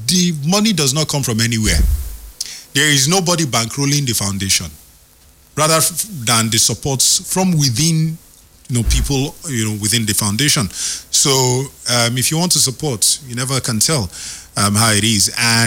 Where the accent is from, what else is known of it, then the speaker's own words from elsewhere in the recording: Nigeria; also born or lived in Rivers State / Delta State / Imo State; We are one Nigerian, so, but we have roots everywhere.